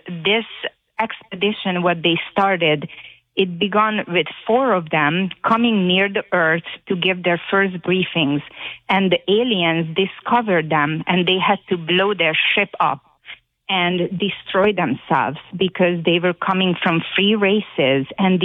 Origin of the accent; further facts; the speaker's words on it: Hungary; Okay, so this came to me because I was born and raised in Hungary.